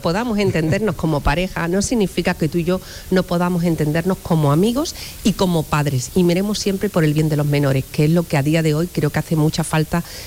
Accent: Seville, Andalusia, Spain; born there; Hija adoptiva, porque soy nacida en Sevilla y adoptada en Chipiona.

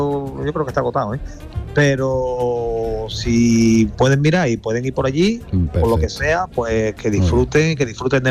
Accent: Seville, Andalusia, Spain; Somos europeos, pero somos de Sevilla. Y somos de la Alameda, y somos andaluces, y somos españoles.

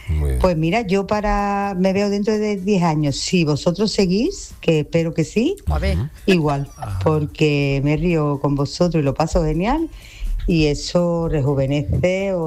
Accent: Cádiz, Andalusia, Spain; born there; Yuyu, que yo soy beduina, puesto que nací en mi casa, en Puerta Tierra.

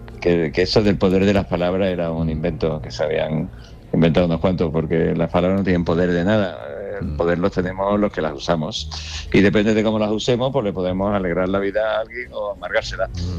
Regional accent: Andalusia, Spain; muchas veces también me relajo y hablo más con mi acento natal y en fin, hay pequeñas confidencias que son normales, eso no se trae. Incluso cuando ya voy a Cádiz o San Fernando, pues todavía la es más todavía, ¿no?

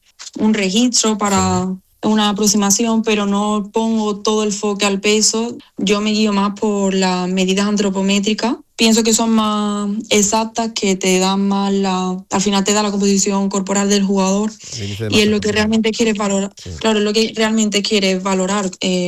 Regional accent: Seville, Andalusia, Spain; moved away as an adult; also born or lived in England; now in Bulgaria; ves a todo el mundo de allí de Sevilla viendo los pasos y me encantaría poder estar allí, pero también gracias a ello pues puedo vivirlo desde aquí, desde Bulgaria

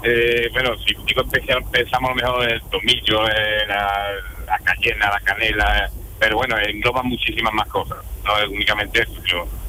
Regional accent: La Puebla del Río, Andalusia, Spain; Desde yo vivo en la Puebla del Río, que soy de natural de Puebla del Río.

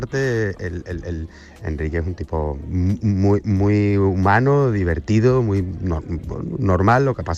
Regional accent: La Línea de la Concepción, Andalusia, Spain; born there; moved away; Sí, de La Línea, que es donde yo he pasado la mitad de mi infancia en La Línea, de la Concepción.

